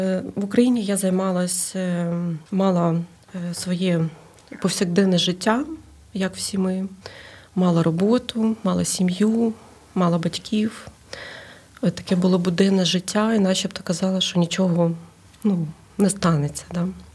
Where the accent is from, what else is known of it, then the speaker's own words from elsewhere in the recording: Kyiv, Ukraine; moved away as an adult; Приїхала я в 2022 році. Приїхала з України, саме з мого рідного міста Києва.